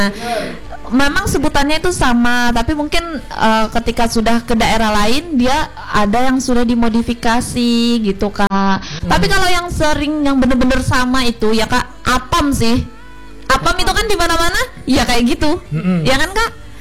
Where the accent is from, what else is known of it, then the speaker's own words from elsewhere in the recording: Semarang, Central Java, Indonesia; moved away; aku nih asalnya dari Semarang